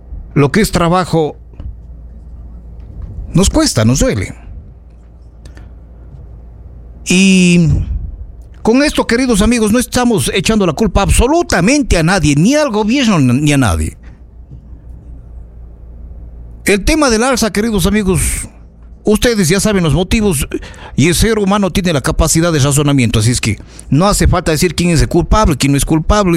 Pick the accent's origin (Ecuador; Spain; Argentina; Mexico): Ecuador; como ciudadanos ecuatorianos, como ciudadanos trabajadores de este país